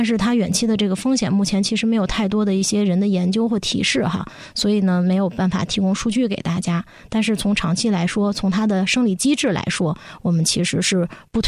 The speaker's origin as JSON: {"language": "Chinese", "country": "China"}